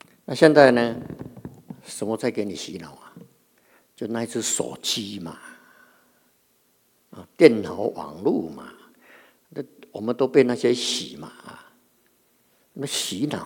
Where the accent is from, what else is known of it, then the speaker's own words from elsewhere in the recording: China; 那么就是我们中国人常讲的啊，这个年头不好啊